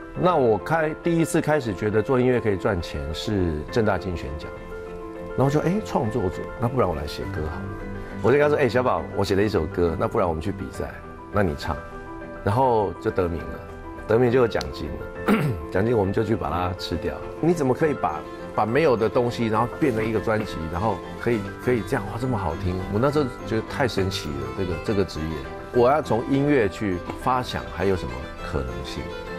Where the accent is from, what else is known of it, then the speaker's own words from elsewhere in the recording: Taipei, Taiwan; 对，我在那边长大的。